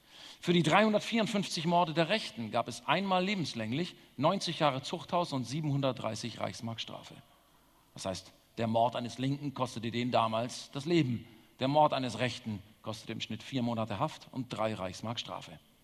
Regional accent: Germany

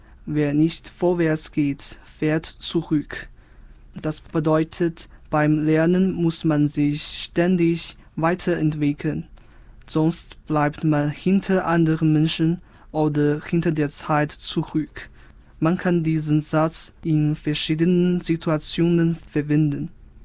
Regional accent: China; ich komme aus China. Bei uns gibt es ein Sprichwort

